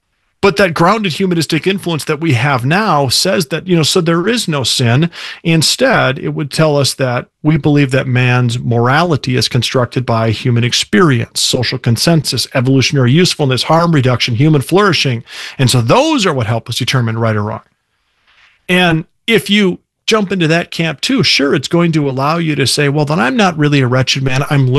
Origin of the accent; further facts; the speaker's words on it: Minneapolis, Minnesota, United States; moved away as an adult; now in Sioux Falls, United States; I grew up in the Minneapolis area. I live in Sioux Falls now. I've lived in the Midwest most of my life. I've moved all over the country at times, but majority of my life's been in the Midwest.